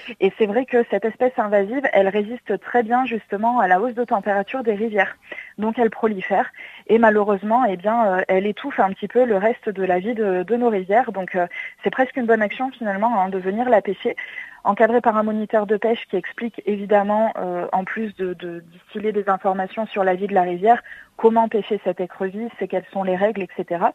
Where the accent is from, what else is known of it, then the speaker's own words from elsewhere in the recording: Auvergne-Rhône-Alpes, France; chez nous dans le Cantal